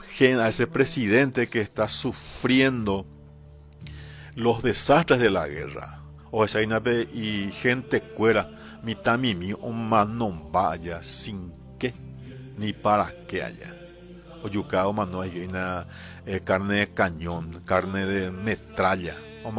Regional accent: Paraguay; nos está haciendo perder nuestra esencia como paraguayo, como pueblo de bien, como pueblo cristiano.

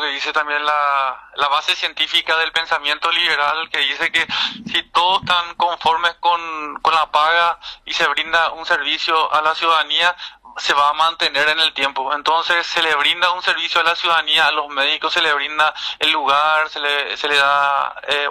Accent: Yaguarón, Paraguarí, Paraguay; moved away; Yo soy yaguaronino, ya morir siendo yaguaronino, ya morir siendo paraguayo

